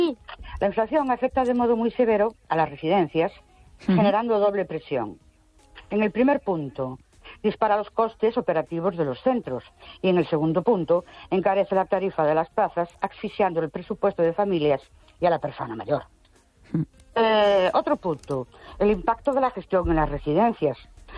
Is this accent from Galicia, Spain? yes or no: yes; Ourense, Galicia, Spain; Buenas noches … de Ourense.